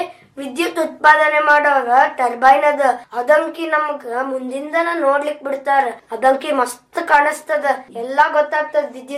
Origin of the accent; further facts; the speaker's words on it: Pashapur, Karnataka, India; moved away; ನಾನು ನಮ್ಮೂರ್ ಪಾಶಾಪುರ್ ಹೋದಾಗ